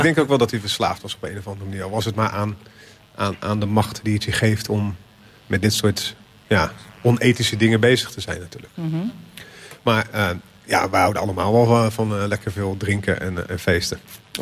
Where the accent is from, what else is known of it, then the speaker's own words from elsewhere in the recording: Rotterdam, South Holland, Netherlands; ik ben opgegroeid in Rotterdam-Zuid. Naast het Zuiderziekenhuis, waar Jan Kabaat directeur was.